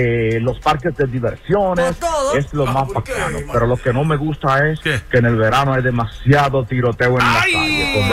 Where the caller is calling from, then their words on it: New York, United States; Buenos días, Esteban, desde Brooklyn, New York.